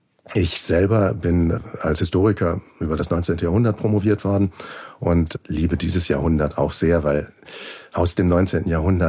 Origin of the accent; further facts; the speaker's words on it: Germany; dann fühle ich mich schon sehr als Deutscher